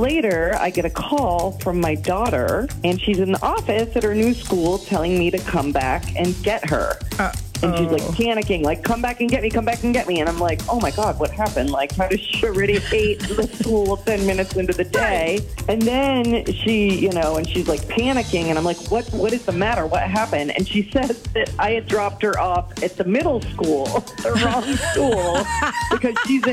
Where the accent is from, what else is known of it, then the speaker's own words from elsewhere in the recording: Madison, United States; I'm from Madison and I had a serious duh moment.